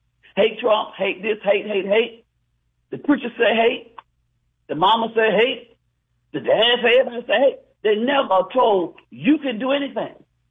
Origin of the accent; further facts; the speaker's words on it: Montgomery, Alabama, United States; Well, you know, I grew up in the civil rights movement. I'm from Montgomery.